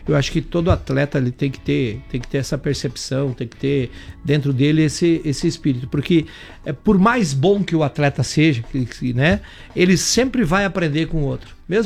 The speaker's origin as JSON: {"language": "Portuguese", "town": "Itaberaba", "region": "Bahia", "country": "Brazil", "said": "Bem feito, eu sou de Itaberaba."}